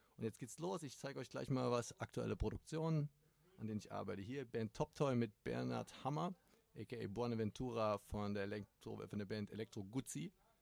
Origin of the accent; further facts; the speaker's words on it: Vienna, Austria; ich bin aus Wien und jetzt gerade im Sommer unterwegs